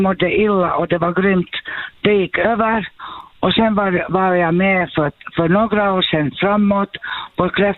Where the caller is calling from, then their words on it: Ekenäs, Uusimaa, Finland; Jag är från Ekenäs, ja.